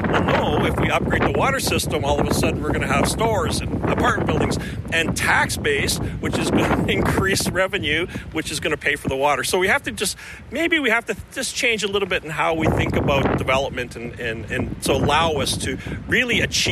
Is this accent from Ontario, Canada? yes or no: no; Winnipeg, Manitoba, Canada; I grew up in the West End, so it was a short walk over to the grounds.